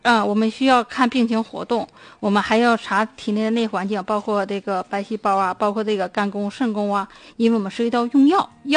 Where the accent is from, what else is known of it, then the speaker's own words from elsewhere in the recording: Northeast China, China; 我们东北人